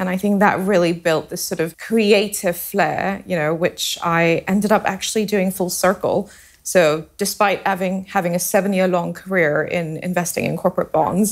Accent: Singapore; moved away as an adult; also born or lived in Rajasthan, India; now in London, United Kingdom; I was born in Rajasthan in India, which is the desert state where a lot of amazing textiles are made and produced and also discarded off into. And then I grew up in Singapore, which is the urban jungle, you know, very much a merit-based society.

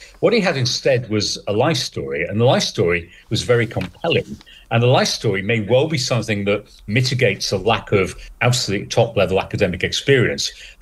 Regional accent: Bradford, Yorkshire and the Humber, United Kingdom; moved away as an adult; I'm from Bradford and I went to Oxford, so I do know what it feels like going from what I would regard as a normal home in Bradford to a top university.

